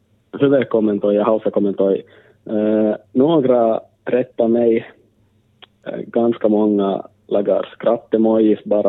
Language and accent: Swedish; Finland; att jag kan inte vara finsk. Jag är inte en finsk medborgare när jag inte kan språket, men sen är det ett tvåspråkigt land.